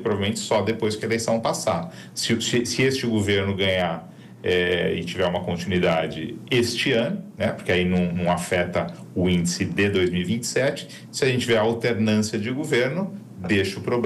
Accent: Brazil

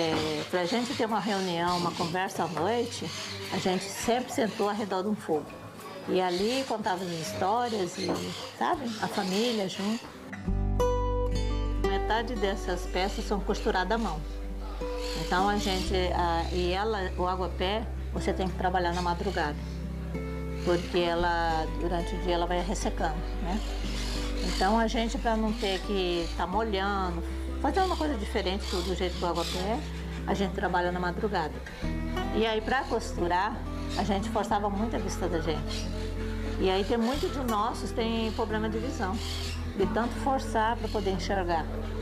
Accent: Pantanal, Brazil; Minha vida como pantaneira, a minha infância, eu tinha liberdade para me ir e vir, né, aonde eu queria.

